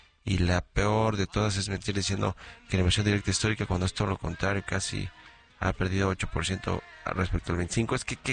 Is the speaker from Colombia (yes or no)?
no; Mexico; me siento muy, muy mexicano